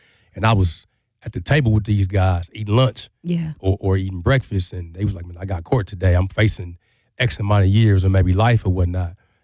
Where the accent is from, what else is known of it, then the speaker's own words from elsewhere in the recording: Lawton, Oklahoma, United States; born there; also born or lived in Monterey, California / Anchorage, Alaska; now in Milwaukee, United States; You know, I come from, we moved to Milwaukee from Anchorage, Alaska. I was born in Lawton, Oklahoma.